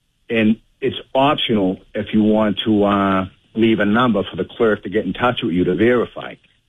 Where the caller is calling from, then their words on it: Boston, Massachusetts, United States; I'm a Boston resident. I own a two family